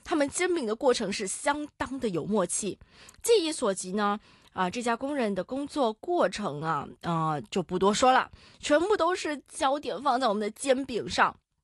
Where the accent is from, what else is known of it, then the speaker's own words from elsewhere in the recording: Macau; 堪称啊是我们澳门人白手起家的模范